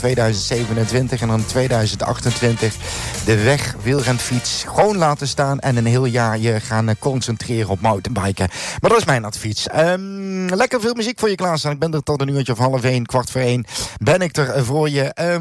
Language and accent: Dutch; Sittard, Limburg, Netherlands; born there; het clubje uit mijn geboortestad, Fortuna